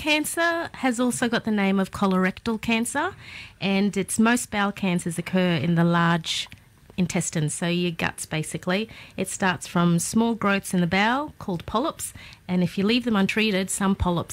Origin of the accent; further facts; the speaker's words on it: Darnley Island, Queensland, Australia; my family's from Darnley Island in the Torres Strait.